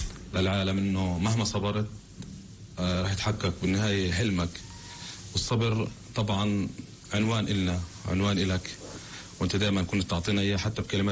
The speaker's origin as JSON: {"language": "Arabic", "country": "Palestine", "said": "إحنا كفلسطينيين يعني جبارين"}